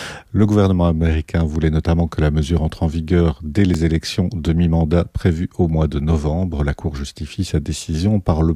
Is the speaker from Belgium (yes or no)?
yes; Belgium; chez nous, en Belgique